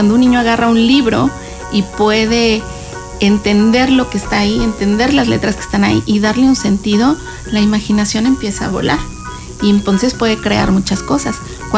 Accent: San Luis Potosí, Mexico; yo estudié psicología clínica hace muchos años en San Luis Potosí. Yo soy de San Luis Potosí.

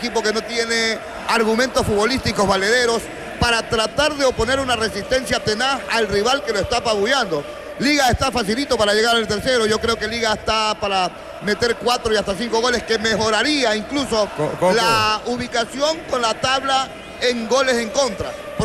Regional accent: Esmeraldas, Ecuador; born there; porque yo nací en Esmeralda y ahora me dicen que está en Guayaquil

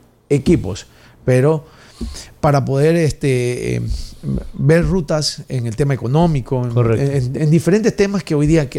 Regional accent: Manta, Manabí, Ecuador; born there; Yo soy cholito, yo soy nacido aquí en Manta. Claro, yo soy nacido en el Hospital Rodríguez Zambrano, en la 13 y la 24.

